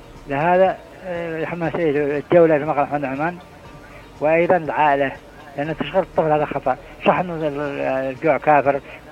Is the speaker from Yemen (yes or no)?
yes; Aden, Yemen; كنا عندنا في عدن